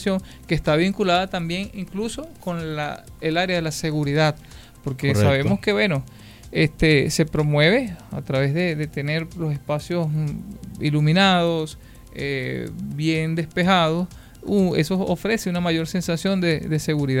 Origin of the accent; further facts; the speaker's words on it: Guárico, Venezuela; yo nací y crecí en Oruz, Las Cocuizas.